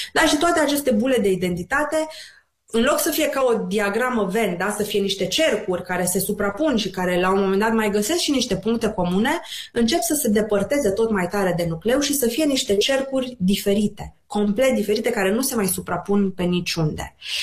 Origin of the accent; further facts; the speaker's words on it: Romania; toți românii ca națiune ne simțim ca niște victime.